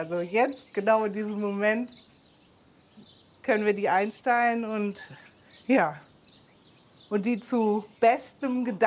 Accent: England, United Kingdom; German is a second language; now in Germany; Also ich komme ja aus England

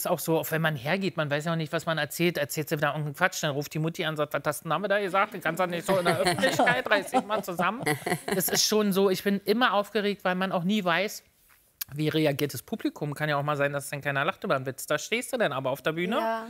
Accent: Berlin, Germany; Und ich dachte so, ich muss gleich raus und ich komme aus Berlin.

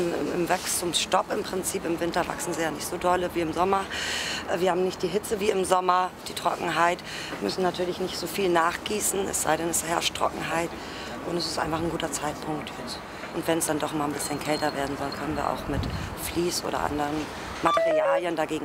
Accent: Hamburg, Germany; Das ist ein absolutes Privileg, gerade als Hamburgerin hier oben zu stehen

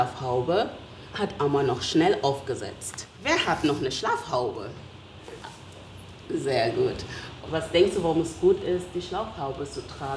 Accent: Gambia; German is a second language; now in Germany; Ich bin auch nicht hier aufgewachsen. Ich bin in Gambia geboren und aufgewachsen.

